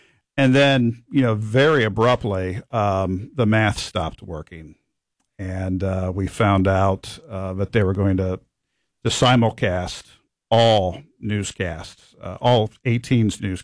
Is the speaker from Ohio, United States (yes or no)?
yes; Mansfield, Ohio, United States; So right after college, 1993, my hometown, Mansfield, Ohio, a little independent, low-power television station